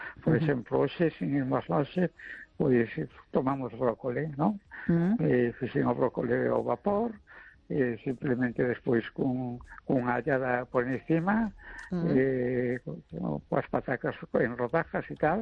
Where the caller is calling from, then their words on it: A Coruña, Galicia, Spain; Soy … de Esta Coruña.